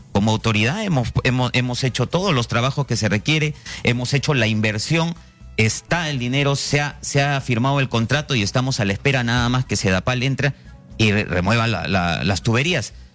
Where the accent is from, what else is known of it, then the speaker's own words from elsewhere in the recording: Apurímac, Peru; born there; now in Lima, Peru; Yo soy apurimeño, nacido allá. Mis padres vinieron jóvenes a Lima Sur, a Villa El Salvador, y mi padre empresario en el parque industrial.